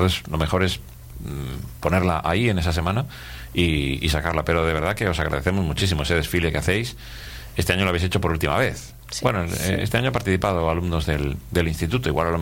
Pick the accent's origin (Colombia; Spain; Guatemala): Spain; y los españoles igual somos un poco más vaguillos en aprender inglés, ¿no?